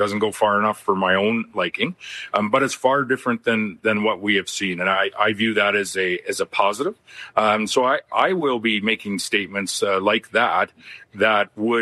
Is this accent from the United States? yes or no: no; Canada; I'm not Alberton, but I am a Canadian